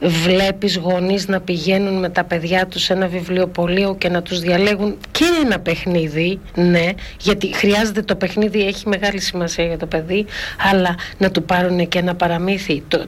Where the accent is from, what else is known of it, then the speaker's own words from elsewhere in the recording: Perdika, Epirus, Greece; also born or lived in Corfu; στο χωριό μου, στην Πέρδικα.